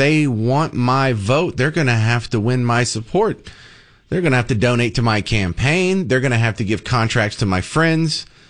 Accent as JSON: {"language": "English", "region": "Texas", "country": "United States", "said": "First off, that's not East Texas values. I'm from East Texas. That's not my values. I'm from East Texas."}